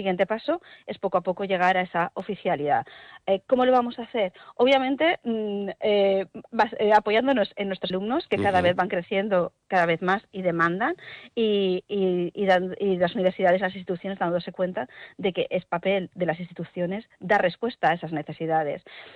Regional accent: Spain

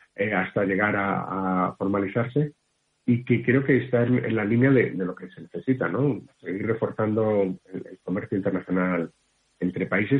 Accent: Spain; Pues yo, mi sueño como español y medio australiano es que permita acercar dos países que estamos condenados a entendernos.

